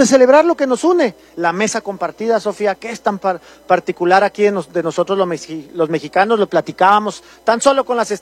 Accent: Chihuahua, Mexico; yo le digo apapachoa porque soy de Chihuahua, ajá

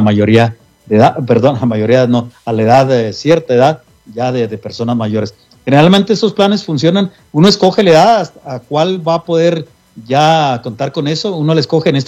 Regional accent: Mexico; now in United States; en México nos están dando oportunidad a los que somos mexicanos

